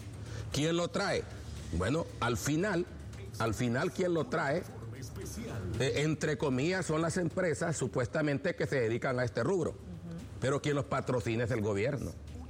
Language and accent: Spanish; Honduras